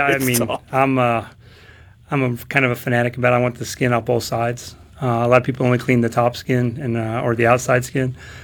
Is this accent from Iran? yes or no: no; California, United States; Growing up, I grew up in California, and so I call it kind of California-style tacos